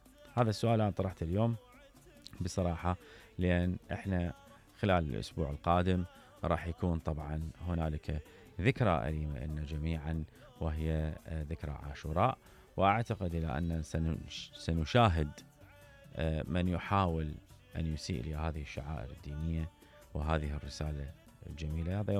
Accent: Iraq; إحنا كأشخاص نعتز بعراقيتنا

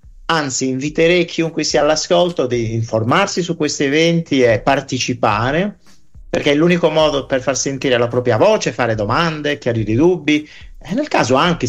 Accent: Sardinia, Italy; sono sardo, sono barbaricino, siamo entrambi barbaricini, conosco la storia della nostra terra

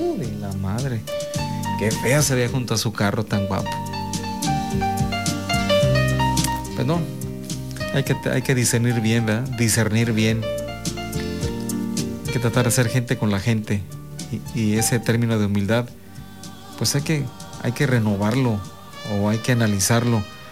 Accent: Mexico; somos mexicanos

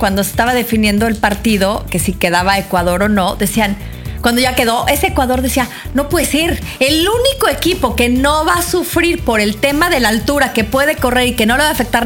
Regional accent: Mexico City, Mexico; moved away; yo soy de Ciudad de México

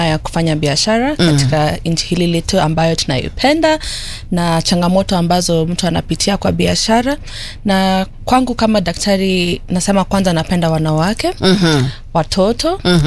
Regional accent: Nairobi, Kenya; also born or lived in Mwingi, Kitui; Na nilizaliwa humu Kenya, Nairobi. Lakini nyumbani kwetu ni Mwingi, Kitui. Huko njo tunapo wasili, alafu njo sasa nikaletwa nikasomea Nairobi. Sasa nilisoma Nairobi primary school.

